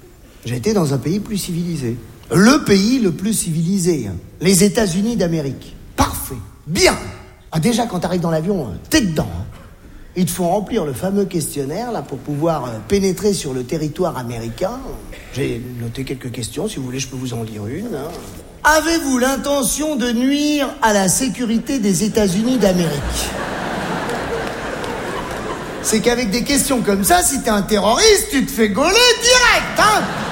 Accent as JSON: {"language": "French", "country": "Algeria", "tie": "born there"}